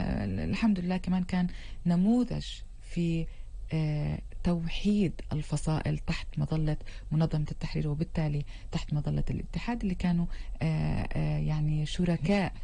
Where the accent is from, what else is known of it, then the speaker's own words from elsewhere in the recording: Palestine; يتعامل معنا كفلسطينيين